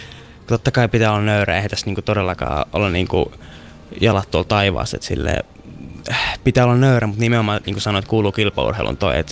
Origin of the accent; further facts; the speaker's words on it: Rovaniemi, Lapland, Finland; moved away; also born or lived in Espoo; Tämä on mun kotikaupunki kuitenkin ja just niin kuin sanoin, täällä aloittanut silloin futiksen aikoina ja pelannut täällä paljon pelejä